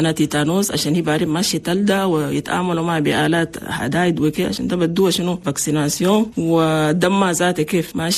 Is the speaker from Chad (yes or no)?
yes; Chad; لأن نحن عندنا في تشاد نسبة موت عن الأمهات